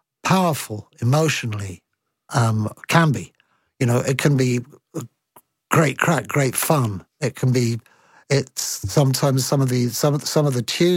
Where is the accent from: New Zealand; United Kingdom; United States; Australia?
United Kingdom; England; I don't know that, as an Englishman who's not lived in Ireland, that I'm really the best placed person to answer that.